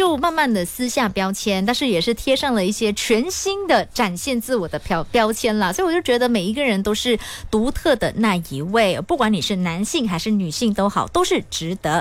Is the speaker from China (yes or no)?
no; Miri, Sarawak, Malaysia; 来自沙拉越美里的